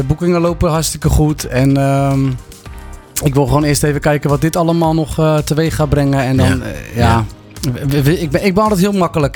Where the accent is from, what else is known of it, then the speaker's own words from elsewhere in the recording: Capelle aan den IJssel, South Holland, Netherlands; also born or lived in Rotterdam; ik ben in Rotterdam geboren. En uiteindelijk zijn mijn ouders toen naar Capelle aan de IJssel verhuisd. Dus ja, mijn basisschool was ook in de buurt van het Schollebos. Dus wij waren heel veel daar.